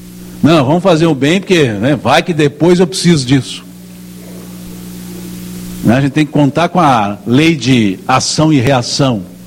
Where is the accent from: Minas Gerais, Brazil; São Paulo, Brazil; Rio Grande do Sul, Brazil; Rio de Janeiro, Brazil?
Minas Gerais, Brazil; São Gotardo; born there; cidade onde eu nasci, uma megalópole não tão longe daqui, chamada São Gotardo, né? Deve ter aí, contando comigo, uns 30 mil habitantes, 35, uma grande cidade